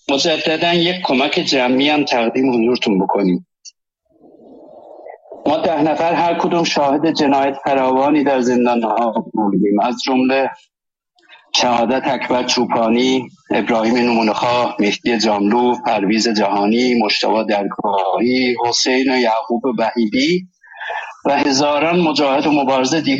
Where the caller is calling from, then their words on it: Germany; و خودم از آلمان.